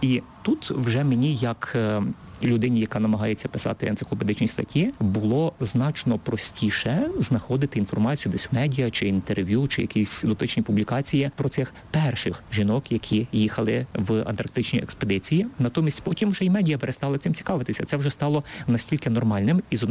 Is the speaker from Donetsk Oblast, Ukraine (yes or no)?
no; Khmelnytskyi Oblast, Ukraine; сам я із Хмельниччини